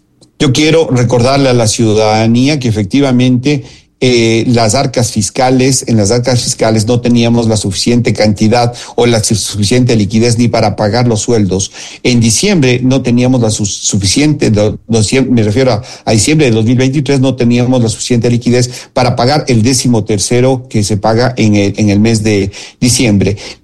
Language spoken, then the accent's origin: Spanish; Ecuador